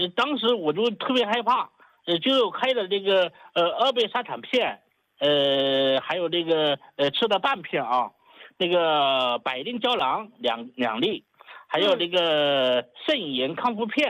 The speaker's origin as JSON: {"language": "Chinese", "region": "Chongqing", "country": "China", "said": "我是重庆的新患者，张老师。"}